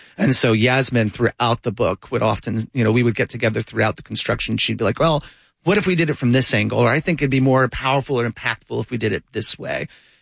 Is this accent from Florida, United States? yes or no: yes; Gainesville, Florida, United States; out in Micanopy, close to where I grew up in Gainesville.